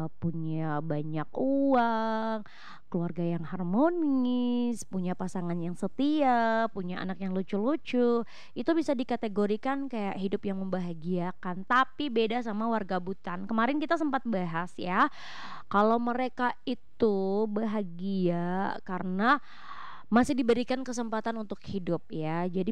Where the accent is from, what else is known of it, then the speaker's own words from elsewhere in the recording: Atambua, East Nusa Tenggara, Indonesia; Saya orang Atambua guys ya, sama kayak kamu.